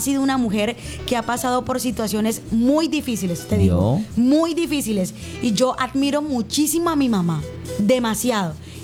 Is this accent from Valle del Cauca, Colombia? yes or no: no; Turbaco, Bolívar, Colombia; Dije, yo soy de Turbaco, Bolívar, sí. Pero para no enredar a la gente, ¿dónde eres tú? De Cartagena, y ya.